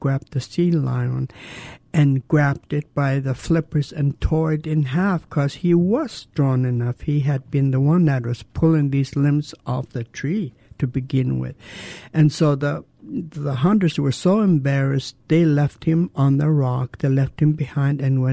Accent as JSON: {"language": "English", "town": "Douglas", "region": "Alaska", "country": "United States", "tie": "born or raised there"}